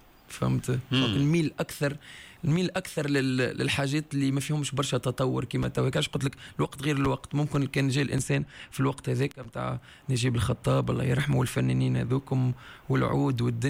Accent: Tunisia

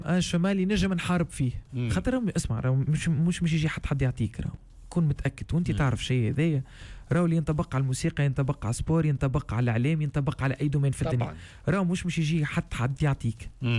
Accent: Tunisia; انا فنان تونسي واستاذ موسيقى

